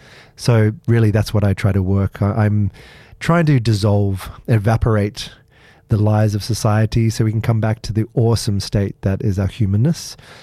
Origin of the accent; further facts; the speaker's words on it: South Africa; growing up in South Africa, sitting at dinner parties as a child